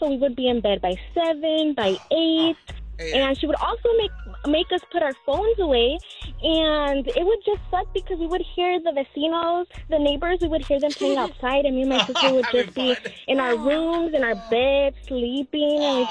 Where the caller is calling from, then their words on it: Anaheim, California, United States; I'm calling from Anaheim.